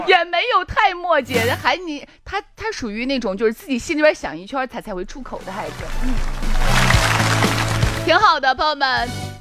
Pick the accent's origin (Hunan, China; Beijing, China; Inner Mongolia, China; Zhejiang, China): Hunan, China; Changsha; 我饿死一个正宗的长沙人